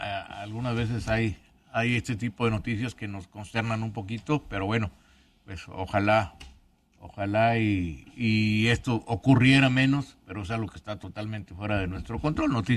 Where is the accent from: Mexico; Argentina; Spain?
Mexico; ¿Por qué si todos somos mexicanos y podemos unirnos todos para tener un mejor México?